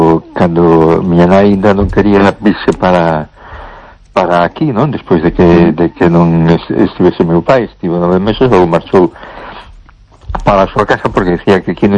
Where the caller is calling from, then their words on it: A Coruña, Galicia, Spain; de Coruña.